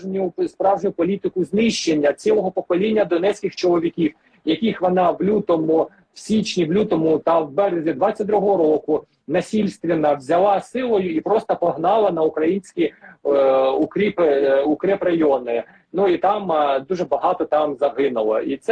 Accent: Donetsk Oblast, Ukraine; now in Kyiv, Ukraine; ми, донеччани, ми рахувалися у всіх списках і статистиці як добровольці Дніпровської області.

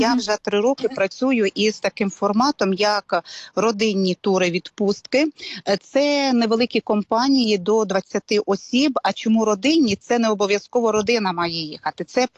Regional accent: Poltava, Poltava Oblast, Ukraine; я з Полтави

